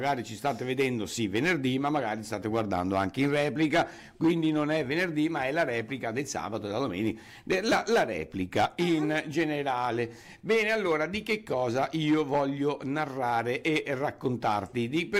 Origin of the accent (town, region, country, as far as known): Venice, Veneto, Italy